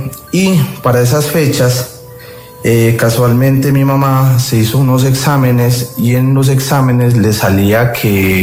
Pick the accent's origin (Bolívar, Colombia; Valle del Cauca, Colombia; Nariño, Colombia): Nariño, Colombia; Ipiales; yo soy de una ciudad del departamento de Nariño que se llama Ipiales, la frontera con el Ecuador. Actualmente vivo en Antioquia